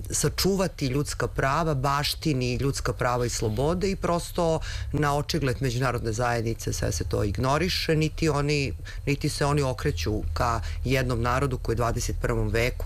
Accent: Pristina, Kosovo; Otkad znam za sebe, ja znam za problem, pošto sam rođena u Prištini i odrasla na Kosovu i Metohiji.

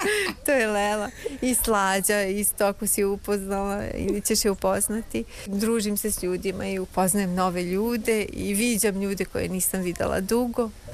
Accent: Novi Sad, Vojvodina, Serbia; moved away as an adult; also born or lived in Bucharest, Romania; now in Paris, France; Ja sam odrasla u Novom Sadu. Tamo sam se rodila, živjela sam u Novom Sadu. I onda sam posle studija, studirala sam u Bukureštu i onda sam otišla u Francusku.

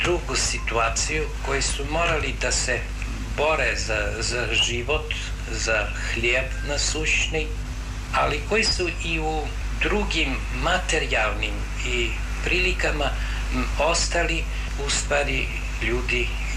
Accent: Serbia; born there; Što se mene tiče, ja bih rekao da je moja rodzina Srbija, pošto sam rođen u Srbiji

